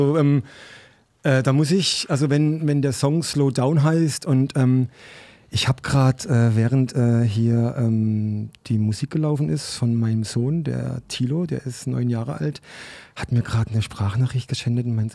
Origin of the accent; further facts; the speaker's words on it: Rhine-Neckar, Germany; Südbaden und so weiter und Mannem und Ludwigshafen und Heidelberg, und da, das ist die Ecke, wo ich auch herkomme.